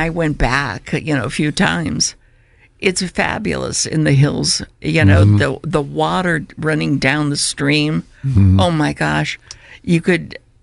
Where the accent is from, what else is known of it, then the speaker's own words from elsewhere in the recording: Akron, Ohio, United States; born there; also born or lived in Greece; I was just a little kid, about four years old, when my mom and my brother joined my dad and my other two brothers. And they came to Akron because of the rubber factories.